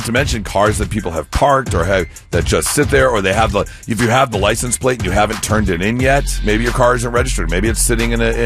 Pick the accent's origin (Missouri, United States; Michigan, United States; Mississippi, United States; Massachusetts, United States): Michigan, United States; now in Ohio, United States; growing up in Michigan